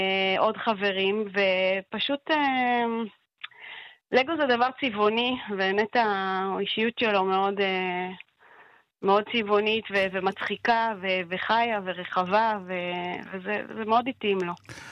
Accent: Hadera, Haifa District, Israel; כי בעלי זה היה עם שבת, אנחנו פה מחדרה ופה לא היו אזעקות

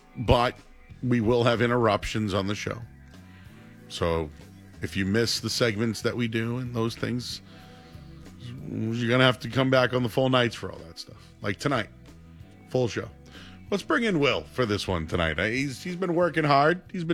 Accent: Hyde Park, Massachusetts, United States; I'm from High Park.

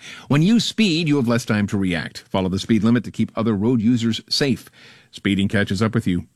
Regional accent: Long Island, New York, United States; Although we're both from Long Island, New York

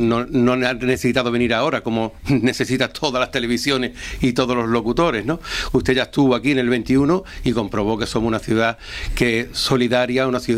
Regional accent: Ceuta, Spain; Somos parte de la ciudadanía de Ceuta, somos socialistas y ceutíes

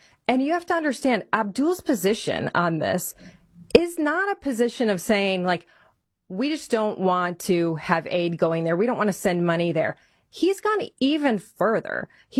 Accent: Michigan, United States; my home state of Michigan.

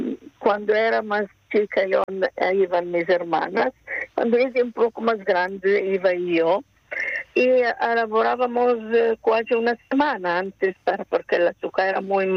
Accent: Milan, Lombardy, Italy; Rodus manco, porque papá era de Rodus, ma nosotros nacimos y crecimos en Milano.

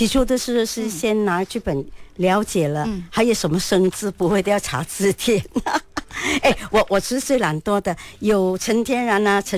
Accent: Xiamen, Fujian, China; accent: Xiamen Hokkien; 我们福建话就厦门话就讲力，力力力力力力力。

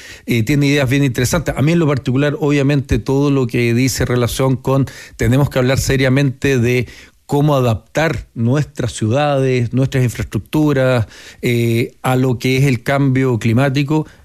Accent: Santiago, Santiago Metropolitan Region, Chile; Yo cuando niño vivíamos ahí en Miguel Claro

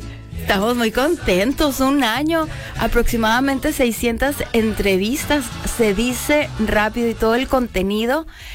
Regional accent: Mexico

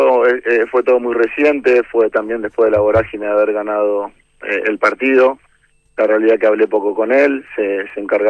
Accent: Argentina; es algo que tenemos nosotros como argentinos

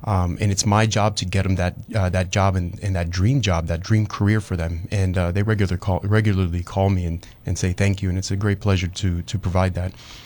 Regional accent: Miami, Florida, United States; And luckily, I've been here. I was born in Miami. I've been educated here, so I know the system.

